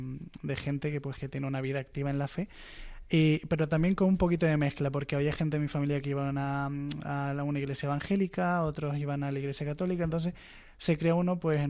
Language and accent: Spanish; Equatorial Guinea; Yo, pues, vengo de Guinea Ecuatorial, nací allí, mi madre es nativa de allí, de Bata.